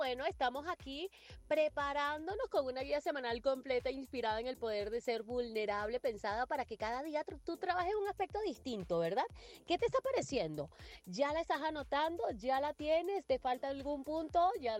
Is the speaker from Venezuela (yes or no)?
yes; Venezuela; now in Mexico; Yo soy la venezolana más mexicana